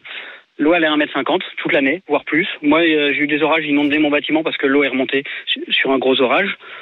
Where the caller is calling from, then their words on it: Auvergne-Rhône-Alpes, France; je suis dans la Limagne. Alors on a eu chaud dans le Puy-de-Dôme.